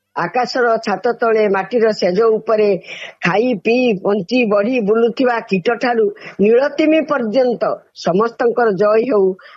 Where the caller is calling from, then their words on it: Baripada, Odisha, India; ବାରିପଦାରୁ କହୁଛି, ସମାଜସେବୀ ଜଣେ।